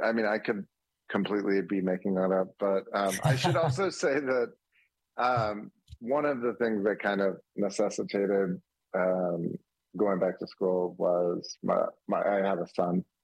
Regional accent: Memphis, Tennessee, United States; also born or lived in New York; I moved home from New York to Memphis, thinking it was just gonna be like a short-term thing, and I think 2008.

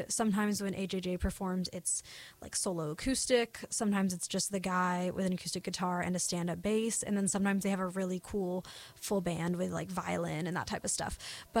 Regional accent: Texas, United States; I am from Texas

